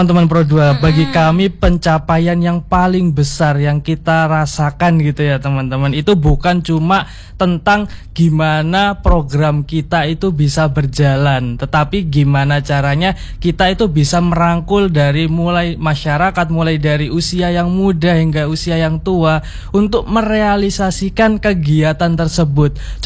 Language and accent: Indonesian; Sidoarjo, East Java, Indonesia; born there; di tempat kelahiran saya utamanya, meskipun saya masih hanya di sebatas Sidoarjo saja.